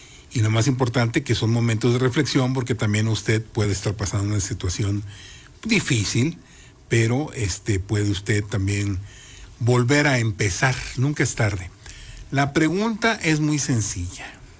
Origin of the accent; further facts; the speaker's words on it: Coatzacoalcos, Veracruz, Mexico; Saludos, paisano. Yo soy de Cuatza. Saludos, paisano.